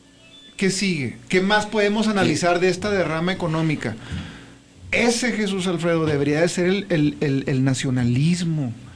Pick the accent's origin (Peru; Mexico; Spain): Mexico; Parral, Chihuahua; now in Juárez, Mexico